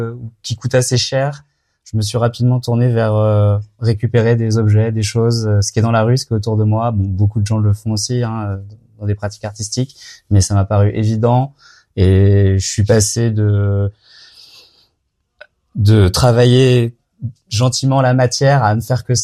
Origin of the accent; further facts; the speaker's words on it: Rennes, Brittany, France; moved away as an adult; also born or lived in Amsterdam; now in Brussels, Belgium; Je me suis installé ici il y a presque 10 ans. Moi, j'ai grandi en Bretagne, pas au bord de la mer, mais à Rennes. J'ai fait mes études aux Beaux-Arts là-bas.